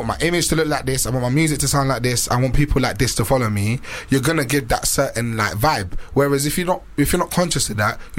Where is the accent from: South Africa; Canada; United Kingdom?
United Kingdom; London; Bro, I'm from West, and I grew up on High Road, just off High Road, and we used to always go Bayswater, yeah, Queensway.